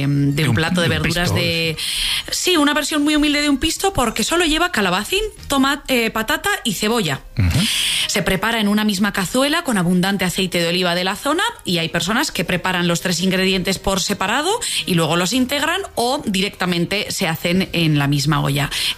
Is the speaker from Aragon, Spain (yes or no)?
yes; Aragon, Spain